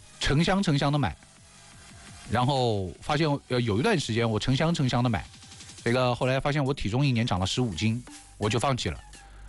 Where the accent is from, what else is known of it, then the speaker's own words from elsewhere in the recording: Pingjiang County, Hunan, China; 就虽然说我来自这个辣条之乡，就所有的辣条你们知道就是来自湖南岳阳平江县，你知道吧，平江的那个麻辣王子就是来自平江县